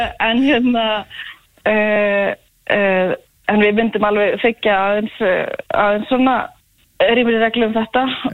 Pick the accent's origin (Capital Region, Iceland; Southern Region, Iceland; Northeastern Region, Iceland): Southern Region, Iceland; Hella; moved away; Nei, nei, ég það alls ekki ég sunnlendingur, ég uppalinn á Helli